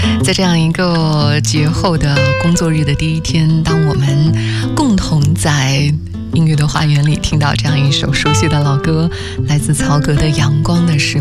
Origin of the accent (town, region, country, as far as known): China